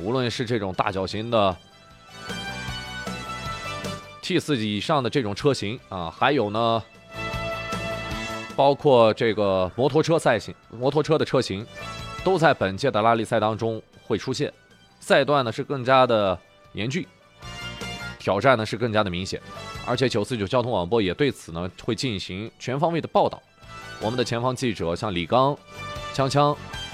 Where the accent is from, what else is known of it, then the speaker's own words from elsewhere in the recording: Xinjiang, China; 在我们的家乡新疆啊